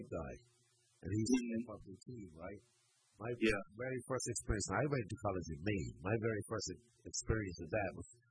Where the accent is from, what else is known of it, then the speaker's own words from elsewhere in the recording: Bermuda; We don't do this in Bermuda.